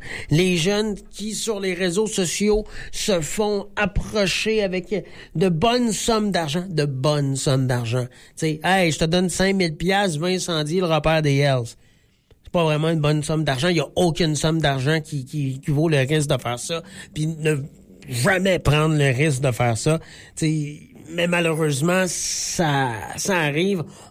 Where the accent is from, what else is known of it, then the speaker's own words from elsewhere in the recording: Quebec, Canada; chez nous, en Beauce.